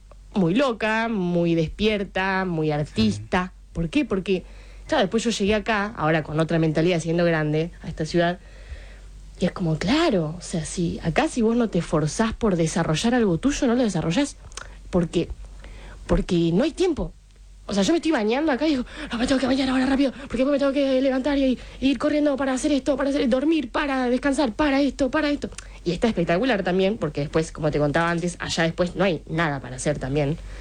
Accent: Capilla del Monte, Córdoba, Argentina; moved away as an adult; vivir en Capilla del Monte, más allá, encima de que es un pueblo muy espiritual, muy sí. magnético, muy loco.

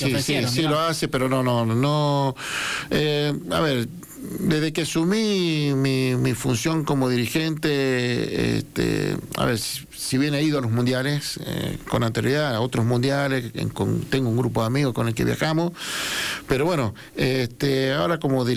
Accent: Rawson, San Juan, Argentina; Sí, sanjuanino, sí. Nacido en Rawson.

